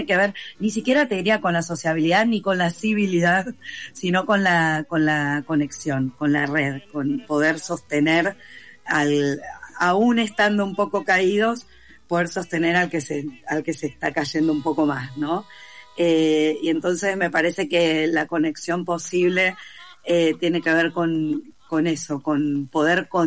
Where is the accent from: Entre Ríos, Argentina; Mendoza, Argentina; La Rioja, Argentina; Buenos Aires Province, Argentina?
Buenos Aires Province, Argentina; Lanús; born there